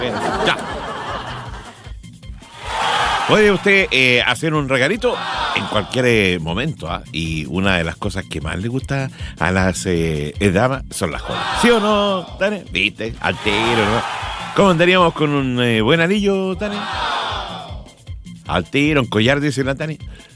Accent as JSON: {"language": "Spanish", "town": "Padre Hurtado", "region": "Santiago Metropolitan", "country": "Chile", "said": "¿Somos o no somos solidarios los chilenos?"}